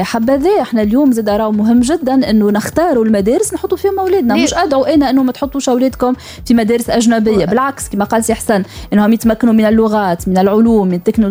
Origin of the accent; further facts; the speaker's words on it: Tunisia; احنا في تونس